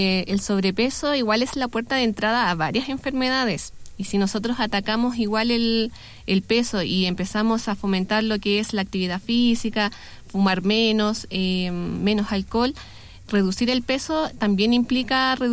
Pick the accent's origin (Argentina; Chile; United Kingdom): Chile